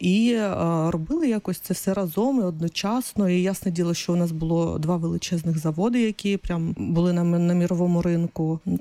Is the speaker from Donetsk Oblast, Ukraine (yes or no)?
yes; Mariupol, Donetsk Oblast, Ukraine; moved away as an adult; Народилася, виросла до 29 років, жила переважно в Маріуполі, але на момент 2014 року я приїхала в Запоріжжя.